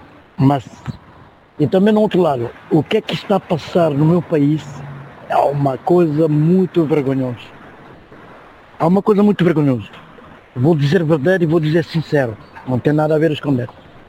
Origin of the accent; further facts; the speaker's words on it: Guinea-Bissau; born there; eu sou guineense puro, sou guineense, nasceu na Guiné, eu fico orgulho no meu país